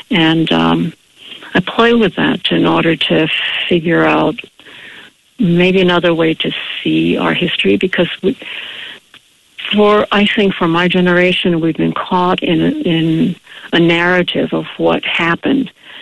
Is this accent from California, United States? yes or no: yes; Los Angeles, California, United States; as I grew up in Los Angeles.